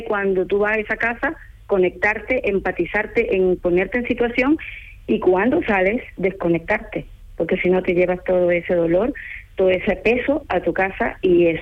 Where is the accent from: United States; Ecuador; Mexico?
Ecuador; now in Spain